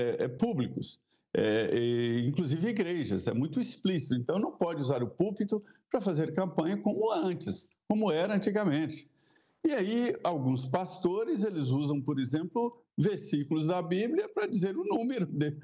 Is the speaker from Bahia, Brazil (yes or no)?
no; Minas Gerais, Brazil; Eu sou mineiro, mas sou do Nordeste de Minas.